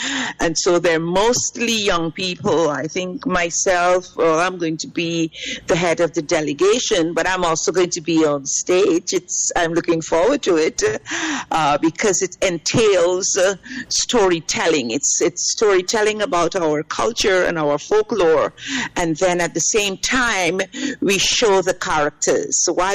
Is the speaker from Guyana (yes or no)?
yes; Guyana; born there; I was born in Guyana.